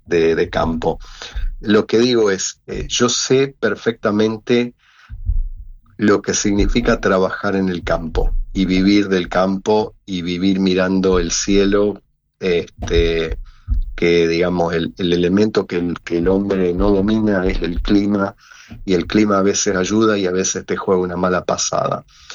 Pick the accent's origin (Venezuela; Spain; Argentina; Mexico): Argentina; Pergamino, Buenos Aires Province; Yo soy de Pergamino. Pergamino corresponde a la jurisdicción del Juzgado Federal de San Nicolás.